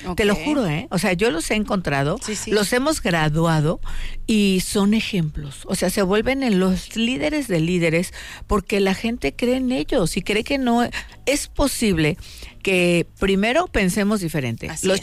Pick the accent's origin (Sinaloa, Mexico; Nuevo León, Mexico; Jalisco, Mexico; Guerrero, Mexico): Guerrero, Mexico; como mexicano, como guerrerense